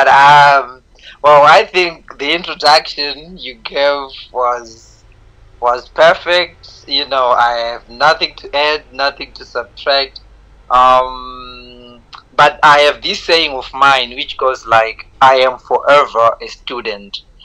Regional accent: Harare, Zimbabwe; also born or lived in Norton; I was born and bred in Zimbabwe, basically born in Norton, a small suburb just away from Harare called Norton. That's where I was born.

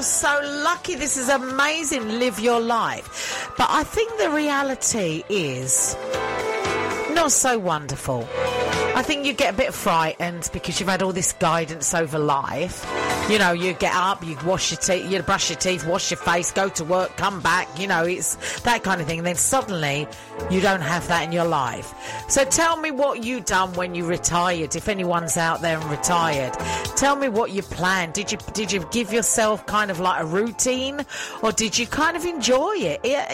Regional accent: London, United Kingdom; born there; moved away; I was born in London

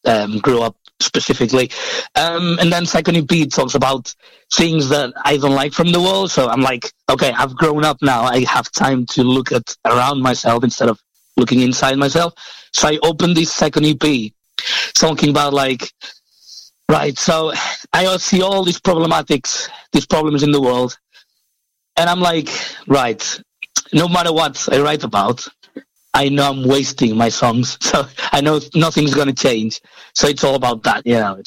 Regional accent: Spain; now in United Kingdom; I am from Spain. But I've lived in the UK for like so many years. I think it was like 13 years or something like that.

